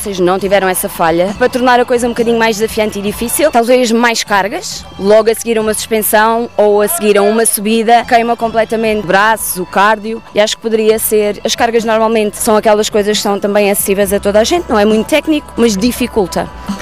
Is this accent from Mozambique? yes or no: no; Setúbal, Portugal; Eu sou de Setúbal e represento uma equipa de Famalicão.